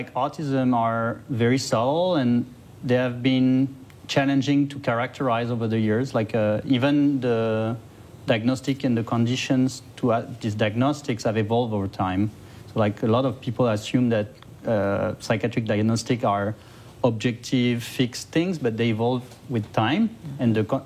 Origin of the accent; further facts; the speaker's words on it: France; now in Montreal, Canada; I'm originally from France, but now I'm living in Montreal.